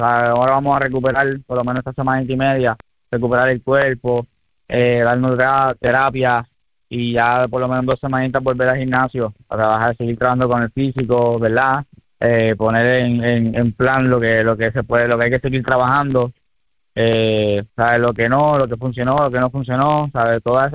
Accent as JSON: {"language": "Spanish", "town": "Aguadilla", "country": "Puerto Rico", "said": "poniendo a Puerto Rico en alto, a mi pueblo de Aguadilla también"}